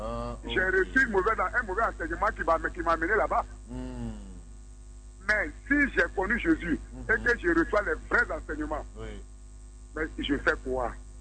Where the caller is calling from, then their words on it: Abidjan, Côte d’Ivoire; Oui, je vous appelle à Djamé.